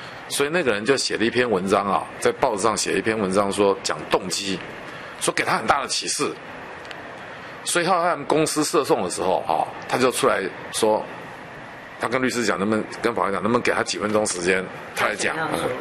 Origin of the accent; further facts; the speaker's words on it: Taiwan; 啊，我们台湾人就是一盘散沙。